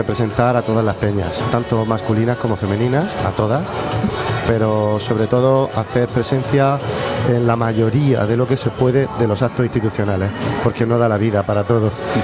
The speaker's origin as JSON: {"language": "Spanish", "town": "Alcantarilla", "region": "Region of Murcia", "country": "Spain", "tie": "born or raised there", "said": "para una persona como yo, que soy de Alcantarilla toda la vida, me conozco todo el pueblo, todos los barrios"}